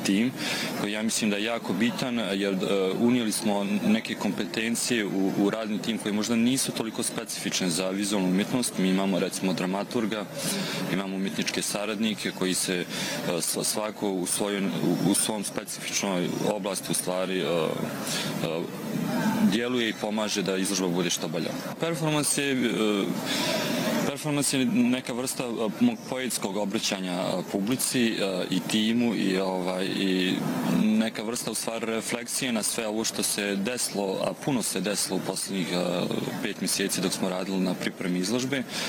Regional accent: Prijedor, Republika Srpska, Bosnia & Herzegovina; Kada govorimo o lokalnoj dubini, to prvo mislimo na to mjesto dakle ja potičem, a ja sam odrastao u Prijedoru.

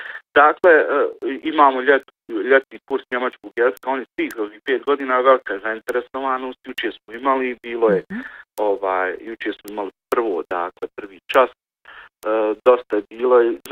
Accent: Zenica, Federation of Bosnia and Herzegovina, Bosnia & Herzegovina; born there; iako sam rođen ovdje u Zenici, cijeli život sam...

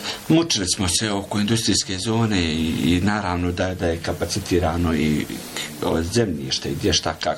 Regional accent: Herzegovina, Bosnia & Herzegovina; Tu moramo biti kao Hercegovci jedinstveni u tim stvarima.

